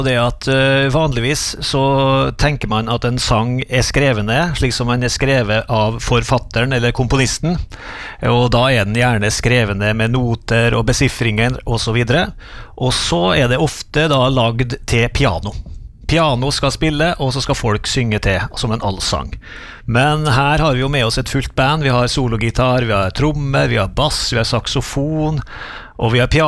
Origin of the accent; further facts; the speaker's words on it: Tingvoll, Møre og Romsdal, Norway; på Tingvoll, der jeg vokste opp.